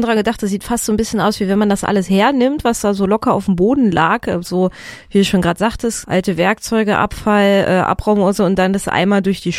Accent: Northern Germany, Germany; da wo ich herkomme, so Norddeutschland, da gibt's Moorleichen manchmal.

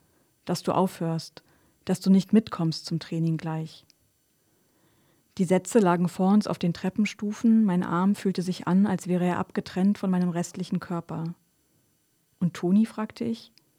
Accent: Berlin, Germany; moved away as an adult; now in Leipzig, Germany; ich lebe jetzt seit über 10 Jahren in Leipzig und fühle mich hier auf jeden Fall sehr zu Hause. Genau, aufgewachsen bin ich in Berlin. Da fühle ich mich vielleicht auch noch, ja, in beiden Städten fühle ich mich zu Hause

